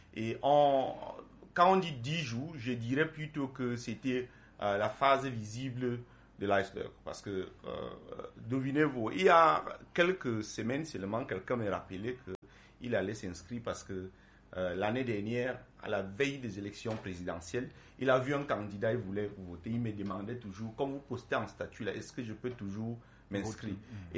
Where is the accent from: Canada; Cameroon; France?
Cameroon